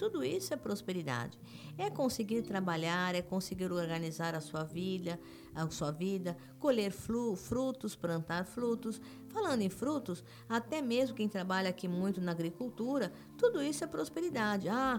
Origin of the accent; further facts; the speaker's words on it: Salvador, Bahia, Brazil; Lembrando que eu vim de Salvador, Bahia, sou mãe de santo, filiada, iniciada em Salvador, estamos aqui há muito tempo, entendeu?